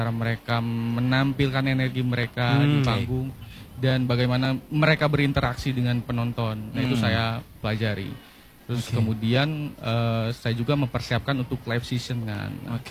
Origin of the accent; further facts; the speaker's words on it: Pandeglang, Banten, Indonesia; Saya asli Pandeglang.